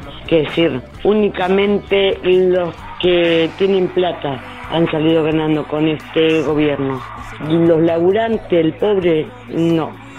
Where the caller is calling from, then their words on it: Allen, Río Negro, Argentina; de la ciudad de Allen, Río Negro